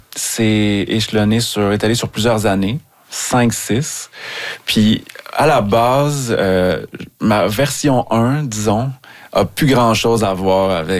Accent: Laval, Quebec, Canada; born or raised there

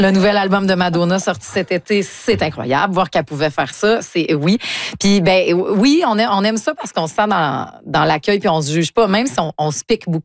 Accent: Lac-Saint-Jean, Quebec, Canada; moved away as an adult; also born or lived in Sherbrooke / Montreal; On a été de ceux, les deux, on vient du lac.

